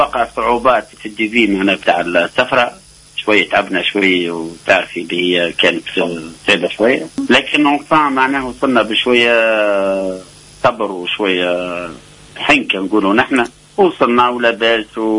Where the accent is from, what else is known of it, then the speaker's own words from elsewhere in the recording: Tataouine, Tataouine Governorate, Tunisia; moved away; الأصحاب، ولاد الحومة، زيدون بليس، معناها أنا المرأة من هنا، معناها من تطاوين